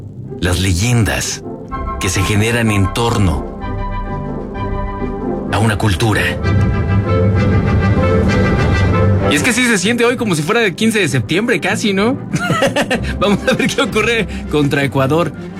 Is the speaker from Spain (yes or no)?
no; Mexico; todos los mexicanos